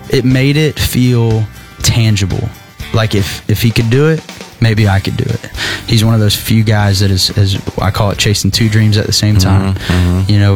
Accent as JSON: {"language": "English", "region": "Oklahoma", "country": "United States", "said": "I'm from Oklahoma. I'm 16. I'm out here trying to write some songs"}